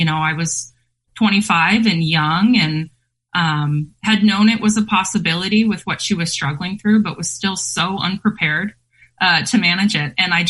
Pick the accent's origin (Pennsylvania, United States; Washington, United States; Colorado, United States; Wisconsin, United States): Washington, United States; University Place; my best friend, Shannon, who I grew up with here in Tacoma area, we grew up in University Place. We went to Curtis High School